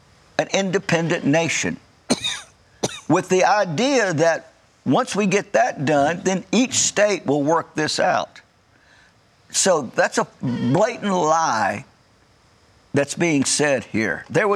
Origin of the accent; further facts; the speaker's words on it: Southern United States, United States; And as a Southerner, I've said it repeatedly on the platform of Family Worship Center